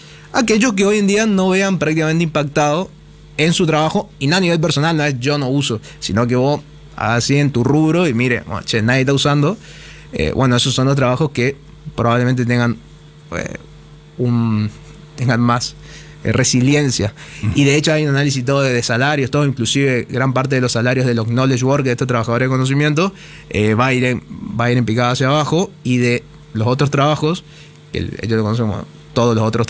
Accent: Argentina; soy argentino

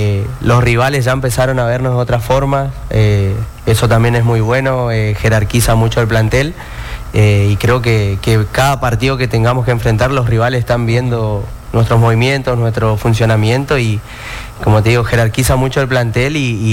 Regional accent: Chaco, Argentina; somos un equipo puramente de chaqueños, de acá, de las localidades de Resistencia, Barranquera, Fontana

